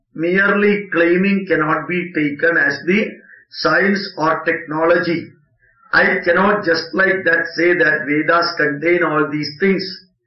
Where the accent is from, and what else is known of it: India